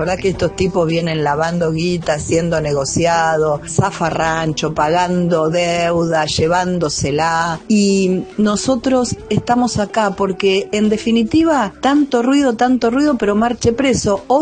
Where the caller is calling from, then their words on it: San Martín, Buenos Aires Province, Argentina; de San Martín.